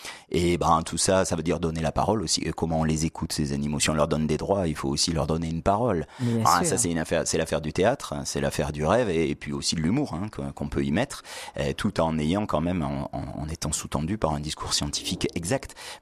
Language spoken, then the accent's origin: French; Avignon, Provence-Alpes-Côte d'Azur, France; born there; moved away; Moi, je suis né à Avignon.